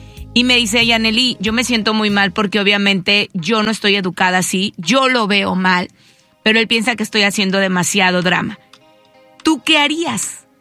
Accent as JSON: {"language": "Spanish", "country": "Mexico", "moved": "yes", "lives_now": "United States", "said": "Nuestro México es a los 18"}